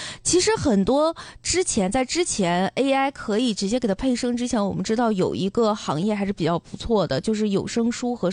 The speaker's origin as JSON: {"language": "Chinese", "region": "Northeast China", "country": "China", "said": "我一个东北人"}